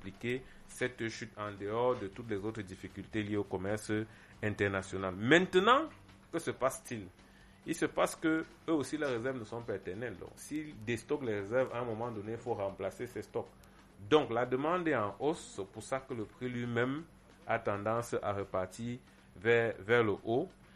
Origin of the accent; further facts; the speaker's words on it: Cameroon; chez nous au Cameroun